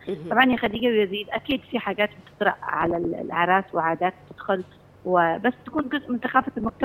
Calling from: Yemen; نحن كمجتمع يمني

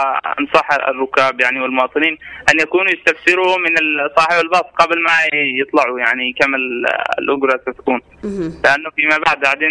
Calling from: Taiz, Taiz Governorate, Yemen

